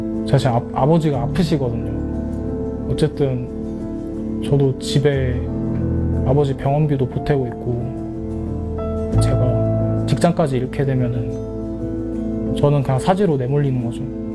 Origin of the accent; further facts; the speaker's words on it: South Korea; 제 학창 시절도 다 한국인으로서 한국에서만 생활했었고 저는 100% 한국인이라고 생각하고 살아왔고